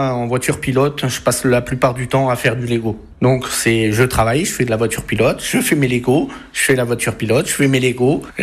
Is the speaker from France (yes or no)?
no; Wallonia, Belgium; J'avais 8 ans, j'habitais au fin fond des Ardennes belges. Moi, je suis originaire de Anzinel, en Belgique. Donc, j'ai grandi grâce à ce petit véhicule-là.